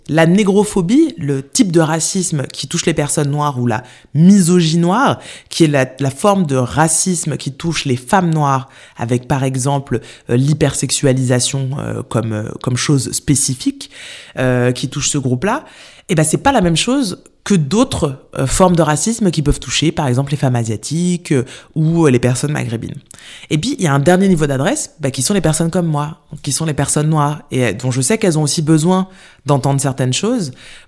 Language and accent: French; France; je suis une noire, mais je suis une noire de l'Hexagone. je suis pas une noire de Martinique.